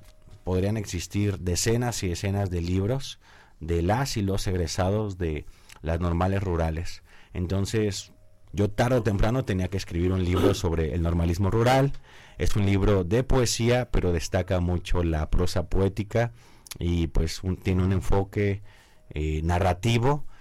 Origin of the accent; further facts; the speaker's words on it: Uruapan, Michoacán, Mexico; mi ciudad de origen, Uruapan